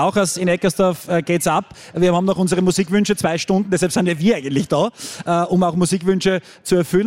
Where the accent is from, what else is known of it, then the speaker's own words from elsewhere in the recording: Styria, Austria; also ich komme ja eigentlich aus der Gegend, gell, liebe Grüße in die Nachbargemeinde Ludersdorf-Wilfersdorf